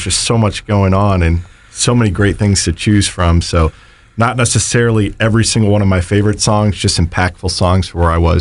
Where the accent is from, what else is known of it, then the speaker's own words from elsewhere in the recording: Stow, Ohio, United States; now in Copley Township, United States; So I was born and raised here in Northeast Ohio.